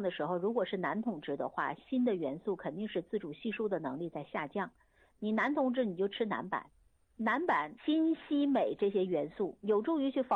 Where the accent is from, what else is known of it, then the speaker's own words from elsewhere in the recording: Northeast China, China; born there; 我也是东北出生的，